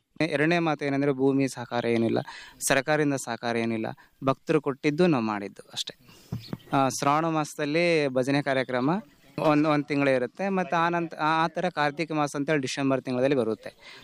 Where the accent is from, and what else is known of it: Hanumadoddi, Karnataka, India